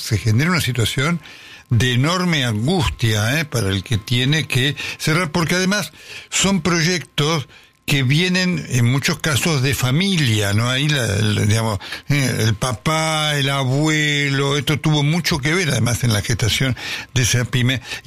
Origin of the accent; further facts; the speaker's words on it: Argentina; Claro, somos argentinos que tenemos...